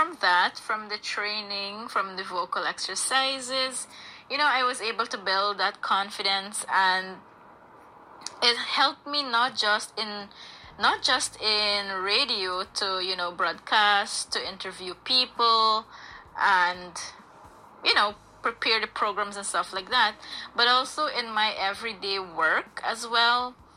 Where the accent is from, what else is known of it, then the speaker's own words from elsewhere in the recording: Aishalton, Upper Takutu-Upper Essequibo, Guyana; from Aishalton in Region 9. And I was one of the first trainees there at Radio Aishalton.